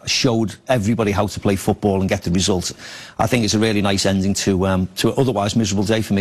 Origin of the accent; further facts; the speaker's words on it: England, United Kingdom; As galling as it is to have lost the game as an English fan